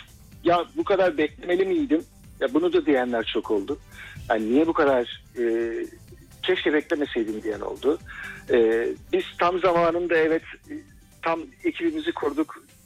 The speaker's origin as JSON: {"language": "Turkish", "town": "Akçay", "region": "Balıkesir", "country": "Turkey", "tie": "born or raised there", "moved": "as an adult", "lives_now": "Istanbul, Turkey", "said": "Küçük bir yerde büyüdüm ben. Akçay'da, Balıkesir Akçay'da büyüdüm."}